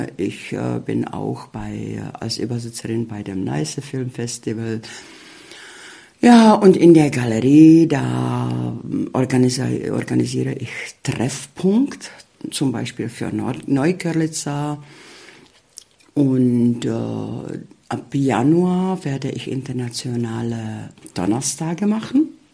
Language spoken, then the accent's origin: German; Ústí nad Labem Region, Czechia; also born or lived in Spain; now in Görlitz, Germany; Also ich fange damit an, ich komme zwar aus Tschechien, aber sozusagen ich bin eine gebürtige Lausitzerin, weil ich wirklich, ich bin, weil ich an der Quelle von Mandau geboren zur Welt gekommen bin.